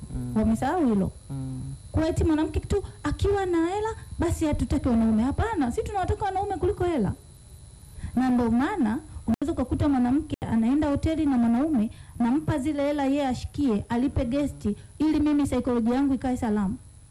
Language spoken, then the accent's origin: Swahili; Ruvuma, Tanzania; Imeenda mbali zaidi kule kwetu Ruvuma.